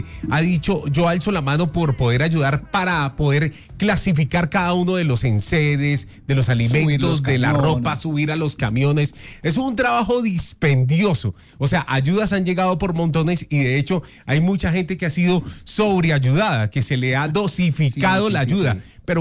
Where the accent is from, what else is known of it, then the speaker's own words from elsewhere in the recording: Colombia; estábamos unidos como colombianos.